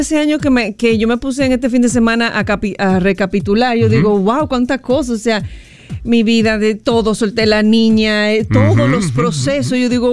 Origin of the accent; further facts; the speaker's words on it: Dominican Republic; Porque tú sabes cómo somos los dominicanos.